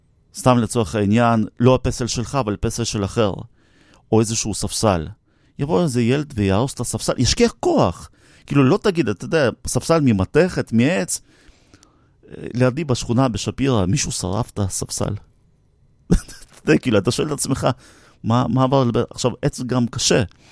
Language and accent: Hebrew; Russia; now in Israel; אני מגיע מרוסיה הסובייטית